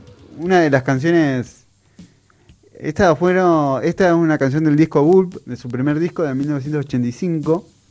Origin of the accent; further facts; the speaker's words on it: Patagonia, Argentina; nosotros somos patagónicos, ir hasta el norte del país, hacer toda una...